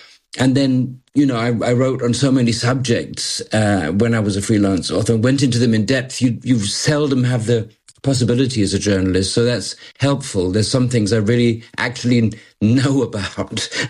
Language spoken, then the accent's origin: English; Malaysia; also born or lived in London, United Kingdom / Germany; I was born in London and grew up in the what was then the Federation of Malaya, became Malaysia later. Still, sort of both of them second homes. But my, you know, career-wise, I've always been based in Germany.